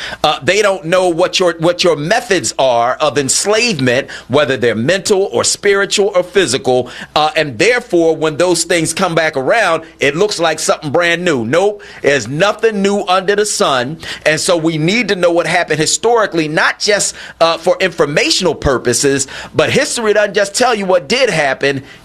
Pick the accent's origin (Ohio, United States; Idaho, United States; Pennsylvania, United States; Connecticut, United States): Pennsylvania, United States; Philadelphia; They can't be my team. I'm from Philly. Let me get that straight. Let me just straighten. That can never be my team because I'm from Philly.